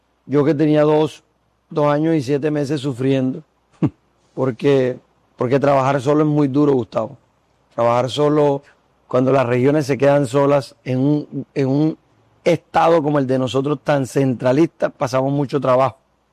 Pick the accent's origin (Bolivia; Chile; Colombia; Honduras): Colombia; Magangué, Bolívar; also born or lived in Bogotá; yo nací en Magangué. Uh-huh. Magangué es el pueblo de mis amores. Yo nací allá, crecí allá, estudié allá, crecí siendo amigo de los mototaxistas